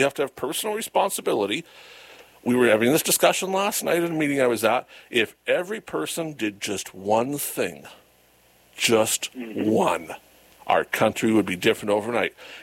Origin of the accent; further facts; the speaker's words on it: Canada